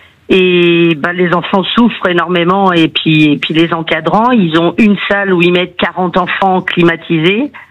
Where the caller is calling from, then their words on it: Challans, Pays de la Loire, France; De Vendée.